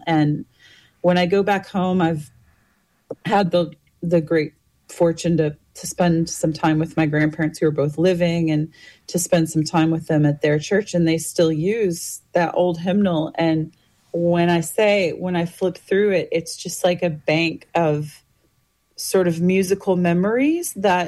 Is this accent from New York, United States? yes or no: no; Cave Springs, Arkansas, United States; I was born in Cave Springs, Arkansas, and I have lived in Arkansas all my life. I've wandered around the globe for shorter stints of time, but I always come back home so far.